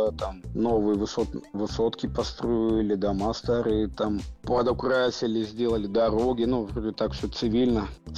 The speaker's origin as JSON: {"language": "Russian", "town": "Irkutsk", "region": "Irkutsk Oblast", "country": "Russia", "moved": "yes", "said": "мы в первый раз уехали из Иркутска, мне было 16 лет. В Алмату мы уехали, 4 дня на поезде ехали."}